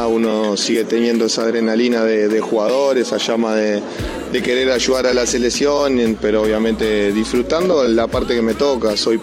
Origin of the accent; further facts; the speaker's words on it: Uruguay; porque somos uruguayos y ellos saben cómo afrontar esta situación